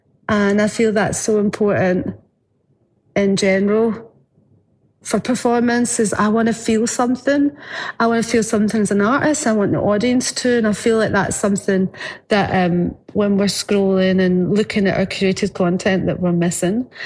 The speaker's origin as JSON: {"language": "English", "region": "Scotland", "country": "United Kingdom", "said": "I am an artist from Scotland"}